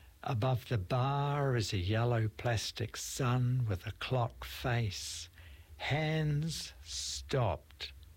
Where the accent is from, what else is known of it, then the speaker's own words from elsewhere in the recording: New Zealand; now in Texas, United States; being that I'm a Kiwi, all the way from Texas.